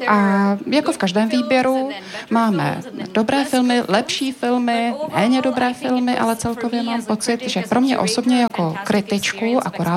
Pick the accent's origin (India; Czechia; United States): India; Já jsem z Indie